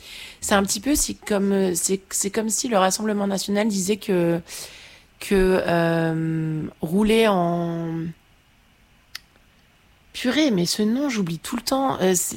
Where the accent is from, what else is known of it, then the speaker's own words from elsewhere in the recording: Caen, Normandy, France; c'est que moi je viens de Caen en fait.